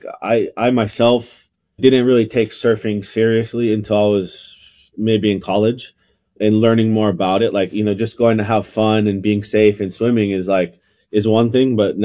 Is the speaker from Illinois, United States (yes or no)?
no; Waianae, Hawaii, United States; So I think growing up in Waianae, out of all the islands, obviously biased, but it's like probably one of the best places to be.